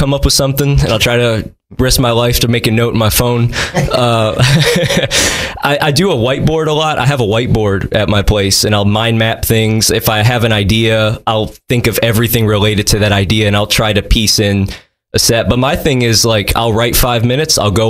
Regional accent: Detroit, Michigan, United States; I am from Detroit, though, so I just got to remind myself not to swear, and I can make any of my stuff clean.

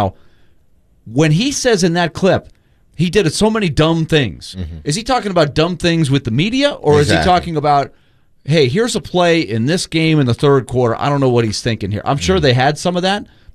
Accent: New York, United States; And I watched them a lot when I grew up in New York.

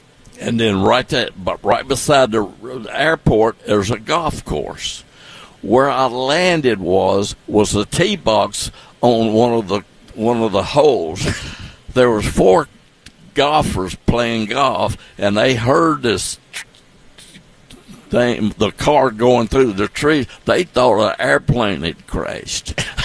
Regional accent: Nashville, Tennessee, United States; I grew up in West Nashville.

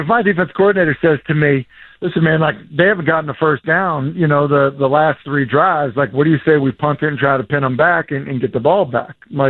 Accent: New England, United States; moved away as an adult; now in Tennessee, United States; growing up in New England

